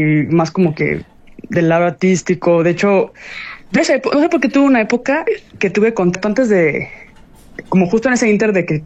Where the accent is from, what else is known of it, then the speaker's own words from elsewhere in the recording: Mexico; Y para mí, como mexicana, o sea, sí fue un choque.